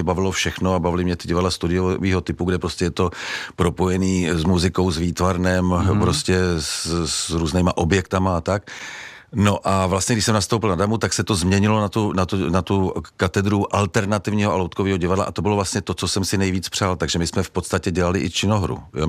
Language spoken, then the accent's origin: Czech; Prague, Czechia; protože tím, že jsem taky rodilej Pražák, tak je to trošku čest pro mě.